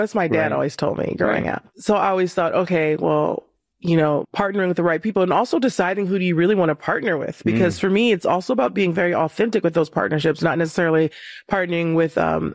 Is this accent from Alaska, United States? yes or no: no; Compton, California, United States; I'm from Compton, California